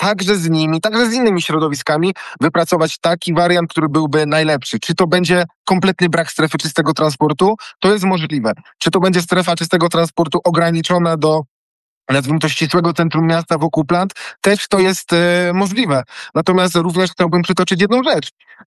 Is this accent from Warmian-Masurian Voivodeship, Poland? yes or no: no; Kraków, Lesser Poland, Poland; wywodzę się z Nowej Huty, urodziłem się w Nowej Hucie. Można powiedzieć, że wychowało mnie nowochuckie, mistrzejowickie osiedle. Ja jestem z tego dumny.